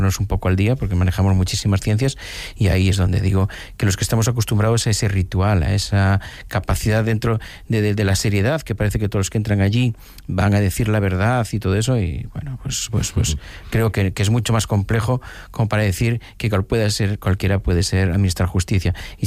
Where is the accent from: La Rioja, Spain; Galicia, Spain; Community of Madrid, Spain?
Galicia, Spain; Yo soy gallego, aquí cualquier anciano de cualquier anciana de mi pueblo te dice enseguida lo que tienes según lo que haces.